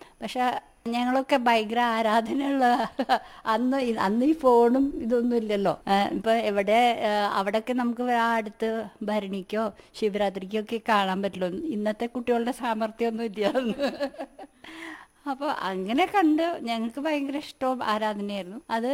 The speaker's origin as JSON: {"language": "Malayalam", "town": "Mumbai", "region": "Maharashtra", "country": "India", "tie": "born there", "also_born_or_lived": "Kochi", "moved": "yes", "lives_now": "Peruvanam, India", "said": "ഞാൻ ജനിച്ച് വളർന്നത് ബോംബെയിലാണ്."}